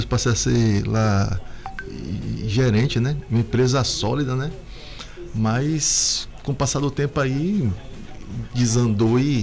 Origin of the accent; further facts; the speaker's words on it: Ilhéus, Bahia, Brazil; born there; now in Itabuna, Brazil; Eu nasci em Ilhéus, mas vim para Itabuna aqui em 96, né?